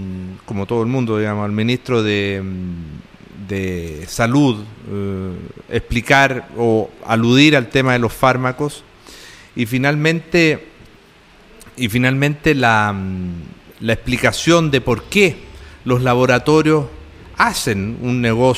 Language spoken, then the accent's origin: Spanish; Italy; Spanish is a second language; nosotros, bueno, como italianos sabemos que, por ejemplo, el crimen organizado es una realidad.